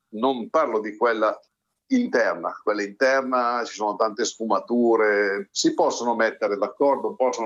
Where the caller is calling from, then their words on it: Legnano, Lombardy, Italy; telefono da Valdobbiadene in provincia di Treviso, ma sono di Legnano, ora sono in vacanza.